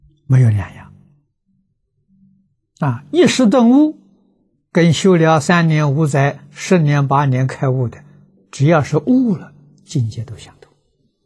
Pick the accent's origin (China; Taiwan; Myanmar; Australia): China; 我们中国人叫氛围啊，